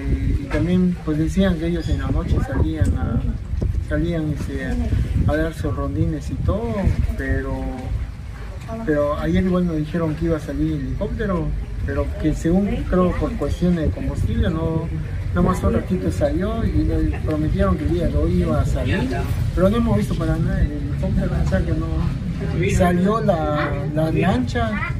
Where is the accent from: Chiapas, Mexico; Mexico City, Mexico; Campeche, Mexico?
Campeche, Mexico; Lerma; Somos de aquí, de Quilo, de acá de Quilo, la zona.